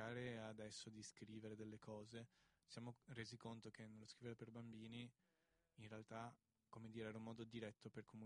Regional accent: Venice, Veneto, Italy; Beh, sono veneziano, guido coi piedi.

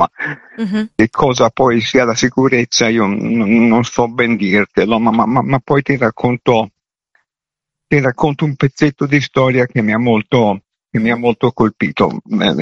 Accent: Milan, Lombardy, Italy; E dato che siamo milanesi

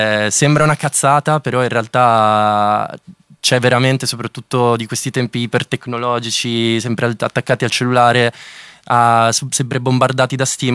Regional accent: Rimini, Emilia-Romagna, Italy; io sono cresciuto in campagna, a Rimini, nella campagna riminese, e cioè circondato, diciamo, dalla campagna, non l'ho mai vissuta proprio, i miei facevano altro.

